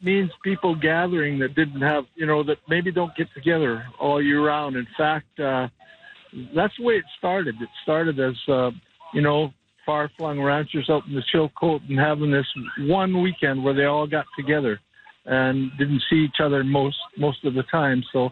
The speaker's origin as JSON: {"language": "English", "town": "Pender Harbour", "region": "British Columbia", "country": "Canada", "tie": "born or raised there", "said": "I actually, yeah, I'm a coastal boy. I was born in Tender Harbor up the Sunshine Coast. My dad was a logger, then a fisherman. So I come from that culture."}